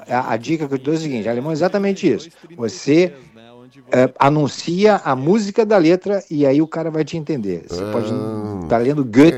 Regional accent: Rio de Janeiro, Brazil; Eu sou carioca da gema. Mas meu pai é alemão, minha mãe é carioca e pronto.

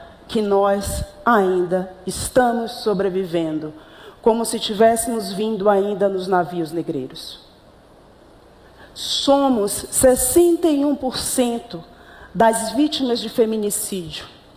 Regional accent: Bahia, Brazil; moved away as an adult; now in Rio de Janeiro, Brazil; sobrevivi. Saí da Bahia com 20 reais e duas filhas para a cidade maravilhosa.

